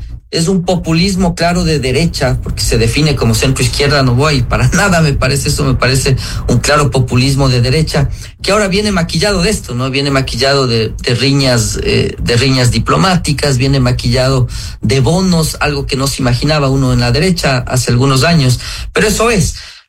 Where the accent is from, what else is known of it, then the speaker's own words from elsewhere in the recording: Ecuador; tenemos como ecuatorianos